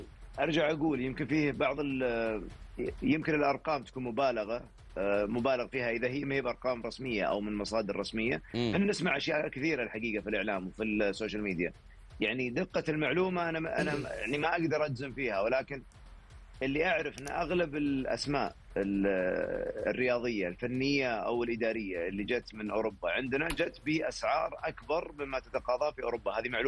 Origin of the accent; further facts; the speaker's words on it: Saudi Arabia; عندنا في السعودية